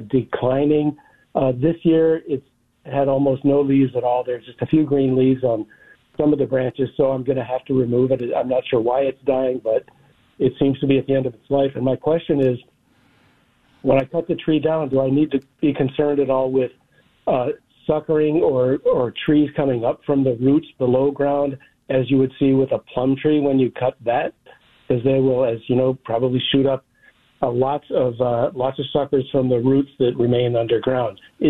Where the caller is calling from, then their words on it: Eau Claire, Wisconsin, United States; a sour cherry tree that I planted in my yard in Eau Claire, Wisconsin, about 25 years ago.